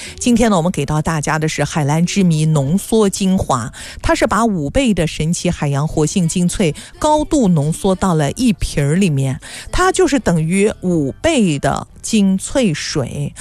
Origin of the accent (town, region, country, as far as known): Nanjing, Jiangsu, China